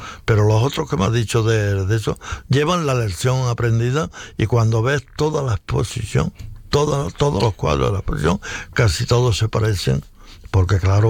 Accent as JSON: {"language": "Spanish", "town": "Cabra", "region": "Andalusia", "country": "Spain", "tie": "born or raised there", "moved": "as an adult", "lives_now": "Alzira, Spain", "said": "Lo que pasa es que cabra me tira. Hombre. Porque estuve hasta los 27 años."}